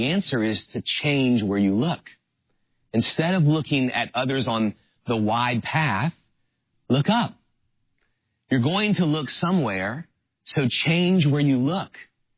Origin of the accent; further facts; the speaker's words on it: New Orleans, Louisiana, United States; also born or lived in Miami; now in Orange County, United States; he knows I grew up in New Orleans, and I lived in Miami for 8 years, and now I live in Orange County